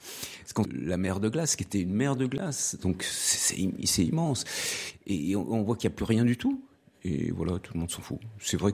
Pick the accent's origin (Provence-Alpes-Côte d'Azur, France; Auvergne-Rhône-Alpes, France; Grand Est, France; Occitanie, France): Auvergne-Rhône-Alpes, France; Grenoble; je suis grenoblois et j'ai jamais quitté Grenoble. Donc j'ai toujours travaillé à Grenoble. Je suis originaire de Savoie par mes parents, mais voilà, je n'ai jamais quitté Grenoble. J'y suis né et peut-être je vais mourir.